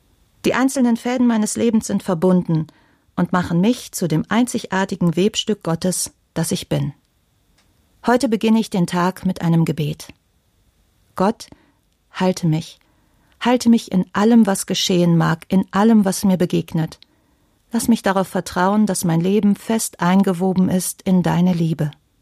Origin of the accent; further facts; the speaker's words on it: Krefeld, North Rhine-Westphalia, Germany; Ich komme aus Krefeld, der Samt- und Seidenstadt. Krefeld hat eine alte Kultur rund um das Weben von Stoffen und das habe ich meine ganze Kindheit über gemerkt.